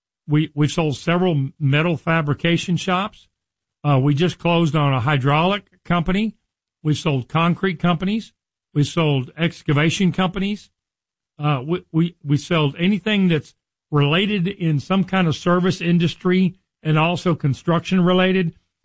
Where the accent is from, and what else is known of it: Richardson, Texas, United States; born or raised there